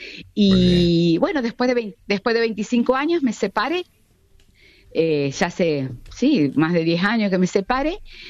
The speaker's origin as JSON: {"language": "Spanish", "town": "Río Cuarto", "region": "Córdoba", "country": "Argentina", "tie": "born or raised there", "lives_now": "Pilar, Argentina", "said": "Nací en Río Cuarto, me crié"}